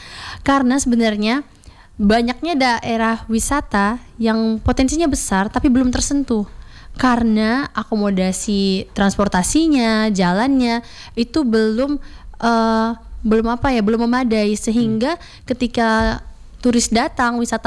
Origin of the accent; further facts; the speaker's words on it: East Nusa Tenggara, Indonesia; Karena aku besar di NTT